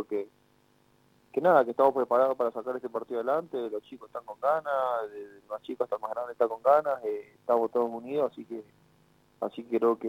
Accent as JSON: {"language": "Spanish", "region": "San Luis", "country": "Argentina", "said": "la mayoría de los chicos, casi todos, somos acá de San Luis"}